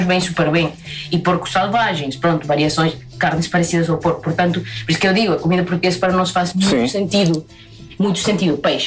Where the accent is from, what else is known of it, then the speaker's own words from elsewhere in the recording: Pucallpa, Ucayali, Peru; Portuguese is a second language; moved away; de onde eu sou, que é Pucallpa, é o rio Ucayali.